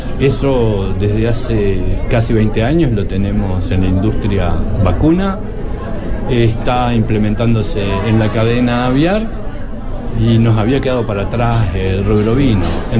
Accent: Uruguay

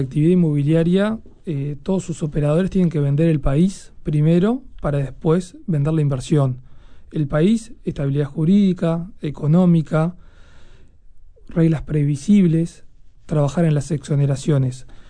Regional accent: Uruguay; Empezó la construcción, pero uno como uruguayo siempre dice, ¿y se hará esto?

